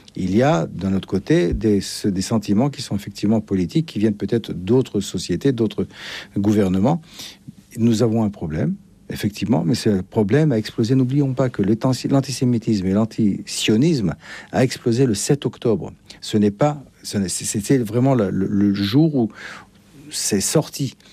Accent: Israel; now in France; Je suis l'ambassadeur d'Israël, donc je représente l'Israël en France. Je parle avec tous les acteurs politiques qui acceptent l'existence de mon pays.

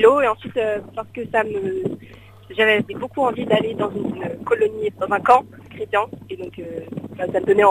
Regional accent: Reims, Grand Est, France; born or raised there

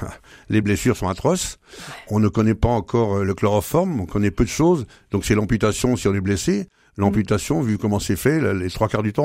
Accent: Ségrie, Pays de la Loire, France; chez nous, à Ségris

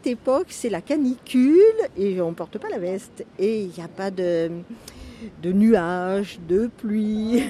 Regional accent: Le Mans, Pays de la Loire, France; born there; now in Draguignan, France; quand j'étais enfant, j'habitais au Mans

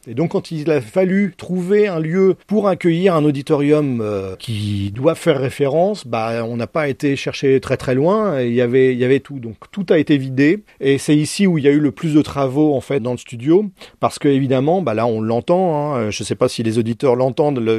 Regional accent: Rouen, Normandy, France; Moi, je suis rouennais, je suis normand, j'ai ma région chevillée au corps.

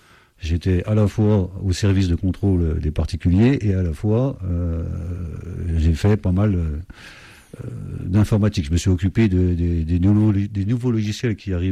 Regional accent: Switzerland; born there; moved away; Alors, je suis né en Suisse, Suisse-Allemande, côté d'Ellemont. Et donc, j'ai une double nationalité, française et suisse.

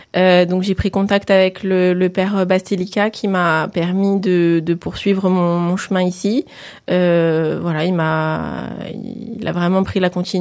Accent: Ajaccio, Corsica, France; moi, j'ai grandi à Ajaccio.

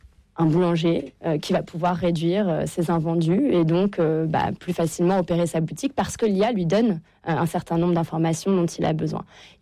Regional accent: France; ici chez nous en France

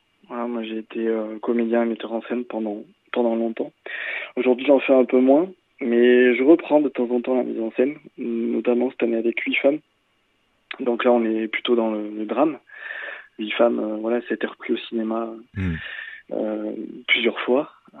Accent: Solignac-sur-Loire, Auvergne-Rhône-Alpes, France; moi, je suis de là-bas, je suis de Soulignac-sur-Loire.

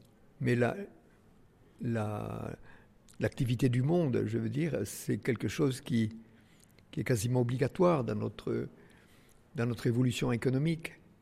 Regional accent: Vielmur-sur-Agout, Occitanie, France; moi je suis né à Vielmur, dans le Tarn, petit village, à la campagne. On n'avait même pas l'eau courante, vous voyez, dans la maison.

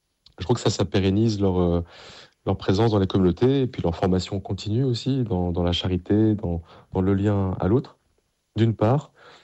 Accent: Paris, Île-de-France, France; avec mon curé de paroisse, tout simplement, là où j'ai grandi, la paroisse Saint-Médard, en bas de la rue Mouffetard, à Paris.

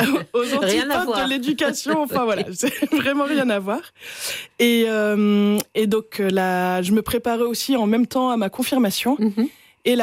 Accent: Lille, Hauts-de-France, France; En fait, donc je suis originaire de Lille.

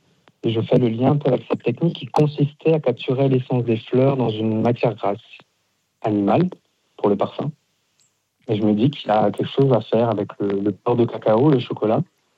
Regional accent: Grand Est, France; L'aspérule odorante, c'est une fleur qui pousse chez nous. Moi, je suis d'Alsace.

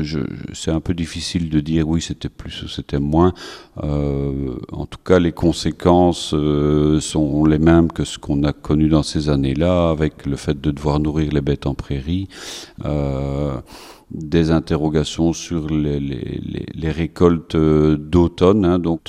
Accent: Leuze-en-Hainaut, Wallonia, Belgium; je viens de la région de Hatte, Leuze-en-Hainaut précisément.

